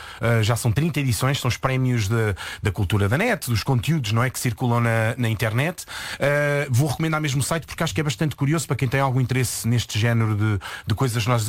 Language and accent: Portuguese; Portugal; Ainda bem que somos portugueses.